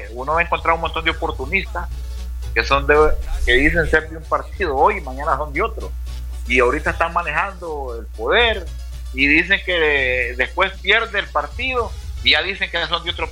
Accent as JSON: {"language": "Spanish", "country": "Honduras", "said": "yo como hondureño, estoy agradecido"}